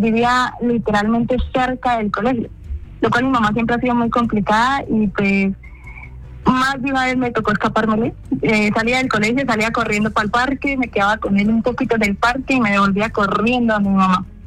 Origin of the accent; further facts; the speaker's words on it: Boyacá, Colombia; No, pues yo estoy en un colegio en Sogamoso y pues me vine para un colegio acá en el Giga, en el colegio Giga de Vitama.